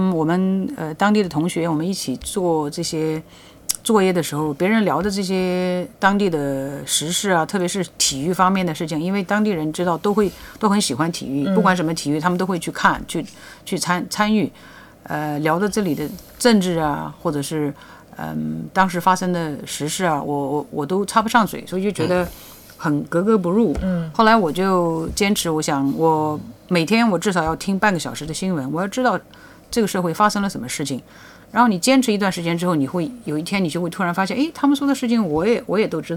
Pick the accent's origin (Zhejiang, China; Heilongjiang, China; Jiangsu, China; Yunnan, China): Jiangsu, China; moved away as an adult; now in Adelaide, Australia; 我是江苏人。